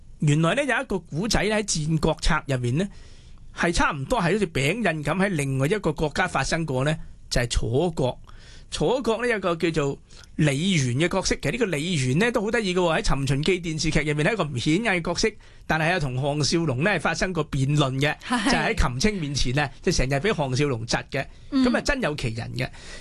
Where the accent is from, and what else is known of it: Hong Kong